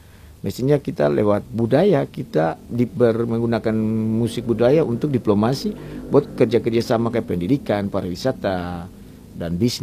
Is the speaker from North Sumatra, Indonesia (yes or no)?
no; Maluku, Indonesia; Ada NTT, terus beta dari Maluku dan ada yang sisa dari Papua.